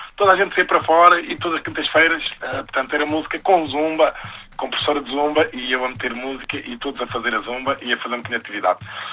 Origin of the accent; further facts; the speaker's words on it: Mêda, Guarda, Portugal; moved away as an adult; now in France; nascido e criado na Meda, com muito orgulho de minhas origens, de ser português.